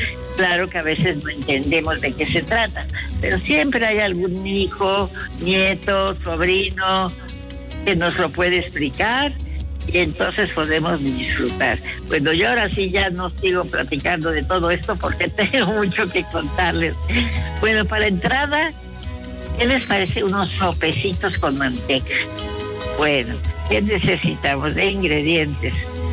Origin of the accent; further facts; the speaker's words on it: Puebla, Mexico; soy poblana chicharronera por 3 generaciones y me siento muy orgullosa de ser poblana.